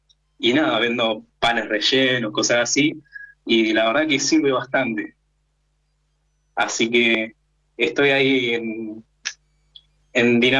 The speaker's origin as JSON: {"language": "Spanish", "town": "Chos Malal", "region": "Neuquén", "country": "Argentina", "tie": "born or raised there", "moved": "as an adult", "lives_now": "General Roca, Argentina", "said": "no soy oriundo de General Roca. Yo nací en el norte neuquino, en realidad. Y hace un año me vine acá a estudiar, como te comentaba, la licenciatura."}